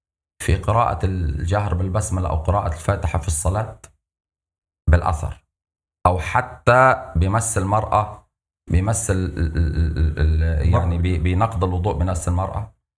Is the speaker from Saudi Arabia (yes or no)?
no; Lebanon; born there; هو البلد بلدي لبنان، أنا ولدت في لبنان